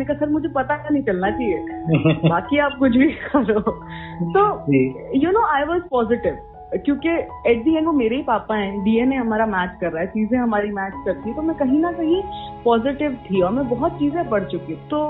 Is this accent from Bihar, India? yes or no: no; Rajasthan, India; हम राजस्थान से हैं